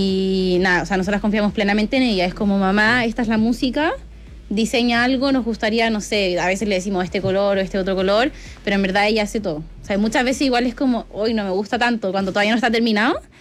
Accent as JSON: {"language": "Spanish", "town": "Santiago", "region": "Santiago Metropolitan Region", "country": "Chile", "said": "en las selecciones somos todas de Santiago"}